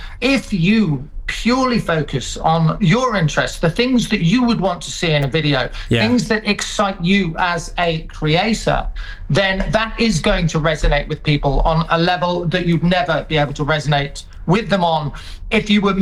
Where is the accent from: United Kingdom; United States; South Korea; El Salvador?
United Kingdom; as British people